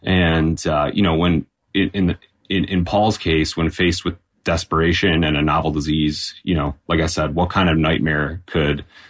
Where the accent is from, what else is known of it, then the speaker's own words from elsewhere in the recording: Wisconsin, United States; You know, as I mentioned, I'm from Wisconsin, and so as many Wisconsinites are, I am a hunter and a deer hunter